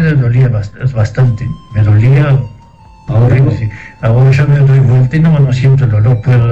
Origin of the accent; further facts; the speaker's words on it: Rivera, Uruguay; Sí, soy acá de Rivera.